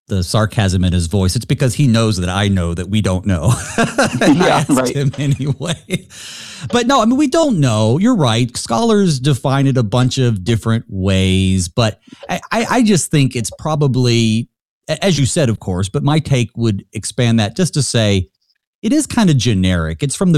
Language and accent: English; North Carolina, United States; I'm from North Carolina